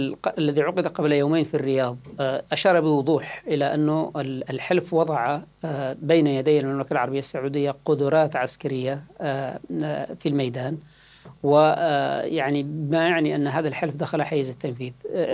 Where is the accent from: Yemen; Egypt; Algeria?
Yemen; بالنسبة لنا نحن كيمنيين